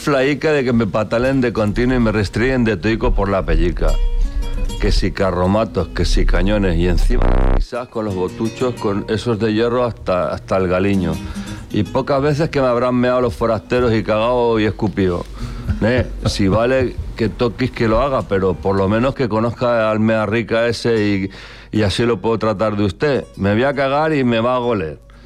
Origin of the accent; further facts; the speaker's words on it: Fuensalida, Castilla-La Mancha, Spain; accent: manchego; moved away as an adult; Yo soy de Fuensalida.